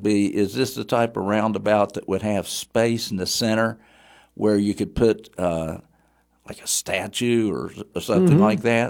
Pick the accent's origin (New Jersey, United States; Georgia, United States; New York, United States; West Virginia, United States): West Virginia, United States; Huntington; of course, I grew up in the Huntington area